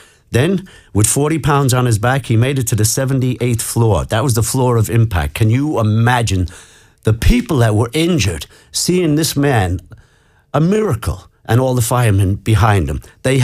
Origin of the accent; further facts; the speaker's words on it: Tubbercurry, Connacht, Ireland; also born or lived in New York, United States; now in United States; Yeah, I was born in New York and we moved back to Ireland in 73 to Charlestown. And then Dad opened a business and stayed in Tubbercurry until 79, went back to America.